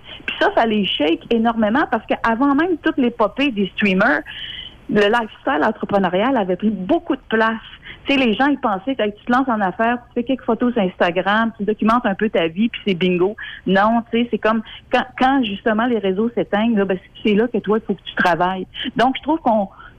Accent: Quebec City, Quebec, Canada; je suis de Québec

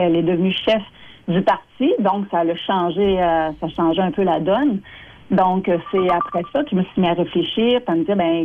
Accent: Quebec City, Quebec, Canada; moved away as an adult; also born or lived in Chicoutimi / Lévis; Ben, je viens de Charlebourg. Le monde ne le savent pas. J'ai grandi là, j'ai fait mon école primaire, secondaire, j'ai fait les 400 coups à Charlebourg, blague à part, mais je viens de là.

